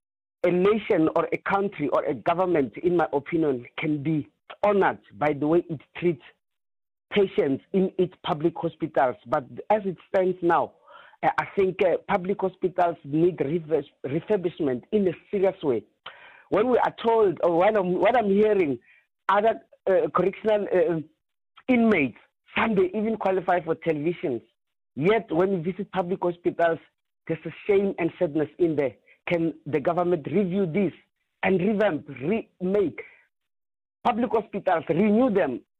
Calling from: Acornhoek, Mpumalanga, South Africa; in Akon Hook, Bushbuck Ridge.

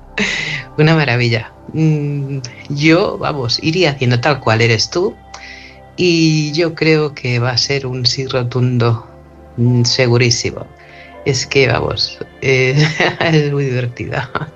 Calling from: Barcelona, Catalonia, Spain; de Barcelona.

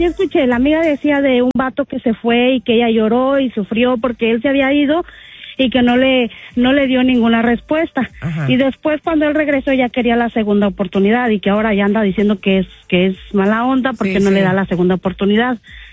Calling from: Austin, Texas, United States; De aquí de Austin, por Del Valle.

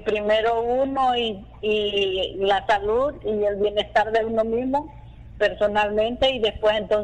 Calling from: Santiago de Veraguas, Veraguas, Panama; De Veragua, de Santiago.

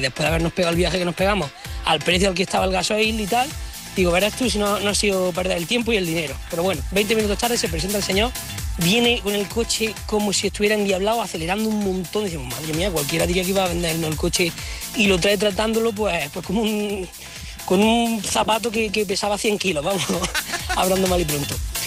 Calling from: Jaén, Andalusia, Spain; soy de Jaén

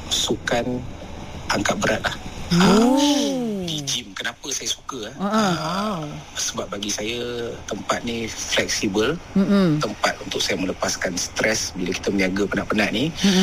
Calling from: Puchong, Selangor, Malaysia; So saya daripada Puchong.

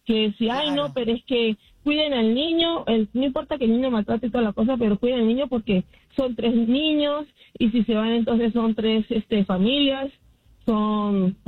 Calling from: Utah, United States; bueno, estoy bien, estaba de Utah.

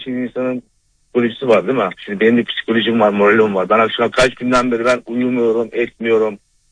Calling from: Tekirdağ, Turkey; Tekirdağ'dan arıyorum.

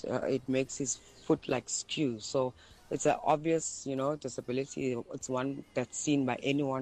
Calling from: Durban, KwaZulu-Natal, South Africa; I'm from Durban in Ambilo.

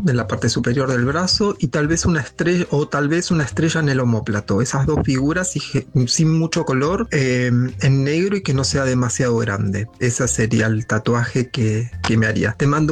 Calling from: Acasuso, Buenos Aires Province, Argentina

